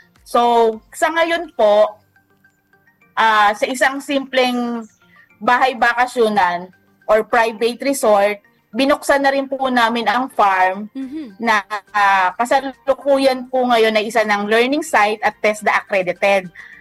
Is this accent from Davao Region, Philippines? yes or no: no; Manila, Metro Manila, Philippines; taga Manila po kami